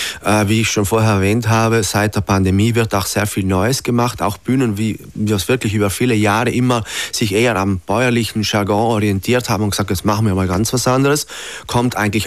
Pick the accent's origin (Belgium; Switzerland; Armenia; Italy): Italy; Trentino-Alto Adige; damals noch im Eckental, wo ich aufgewachsen bin